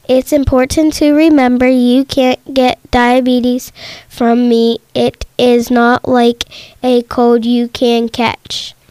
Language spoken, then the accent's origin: English; Sligo, Pennsylvania, United States; I'm 7 years old, and I'm from Sligo, Pennsylvania.